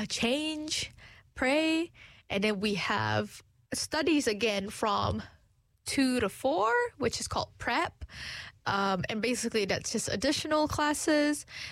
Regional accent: Malaysia; you know, I'm from Malaysia. We never walk because it's hot.

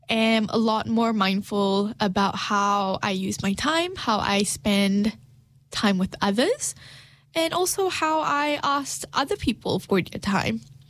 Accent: Malaysia; moved away as an adult; now in New Zealand; Being Malaysian here in Aotearoa, New Zealand, I still have my societal expectations that unfortunately I carry with me because of how I grew up or how I was raised in my community back home.

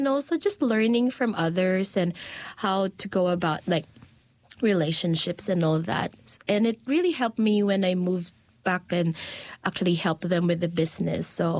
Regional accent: Quezon City, Metro Manila, Philippines; also born or lived in Bulacan; now in New Zealand; So I was born in Bukawe, Bulacan. So it's a province nearby Manila. And then I grew up, I was raised and I grew up mainly in Manila, Quezon City, with my parents and my two siblings.

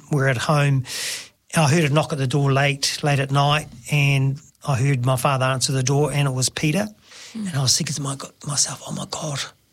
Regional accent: Palmerston North, Manawatū-Whanganui, New Zealand; I was born and bred here in Palmerston North in the Manawatū. My parents were young parents. And so they had five boys.

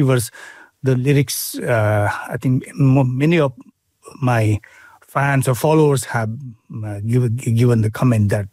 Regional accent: Bhutan; English is a second language; also born or lived in Nepal; now in New Zealand; coming from Bhutan, although we had our own, because we are Nepali speaking Bhutanese, we have our own culture

